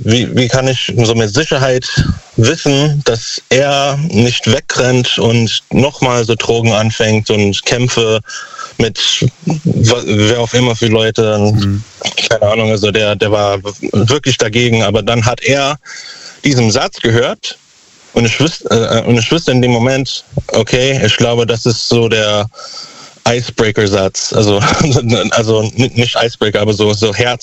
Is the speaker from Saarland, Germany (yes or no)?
yes; Überherrn, Saarland, Germany; now in Konz, Germany